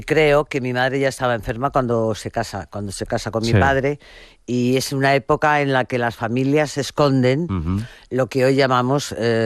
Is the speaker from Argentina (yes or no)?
no; Madrid, Community of Madrid, Spain; Yo me crié en Madrid. Entonces, para mí, Madrid es una ciudad que llevo dentro de mí, de mi corazón.